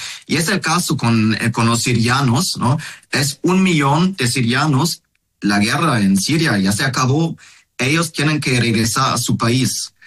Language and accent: Spanish; Berlin, Germany; yo, por ejemplo, soy de Berlín